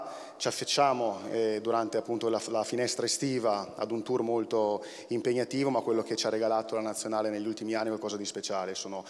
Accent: Reggio Emilia, Emilia-Romagna, Italy; vengo da Reggio Emilia

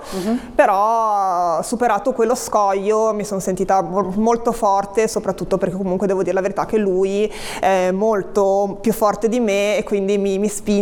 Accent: Genoa, Liguria, Italy

